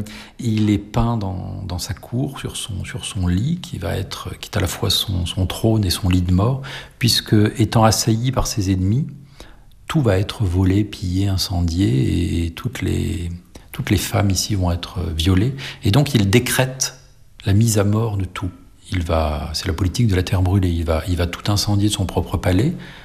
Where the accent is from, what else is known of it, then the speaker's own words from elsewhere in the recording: Rennes, Brittany, France; moved away; j'étais rennais, je suis né à Rennes, j'ai fait mes études là-bas à Rennes